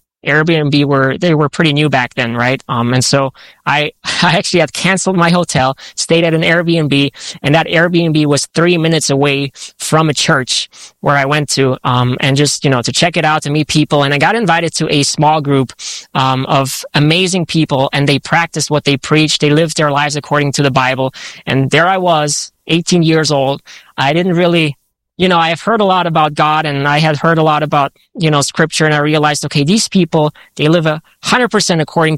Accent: Germany; moved away; also born or lived in France; I grew up in that context, growing up in Germany most of my life. I was a little bit, I was in France too. My parents sent me to a high school in Paris.

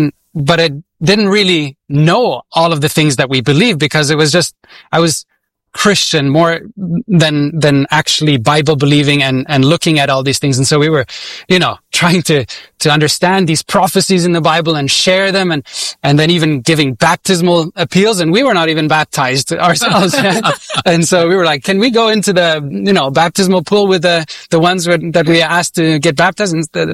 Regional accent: Switzerland; I grew up in Switzerland. It's a secular country, and I was taught about evolution and all these things.

